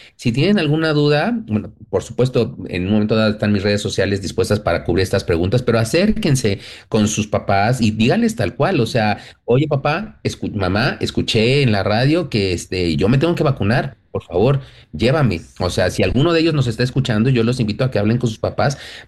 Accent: Mexico; y yo soy mexicano y estoy consciente de que nuestra medicina tradicional

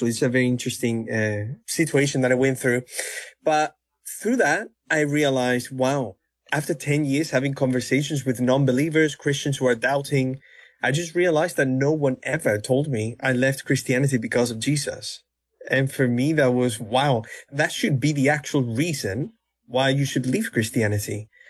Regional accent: Spain; I was born in Spain and very nominal Catholic culture. I went to a Catholic school for many years

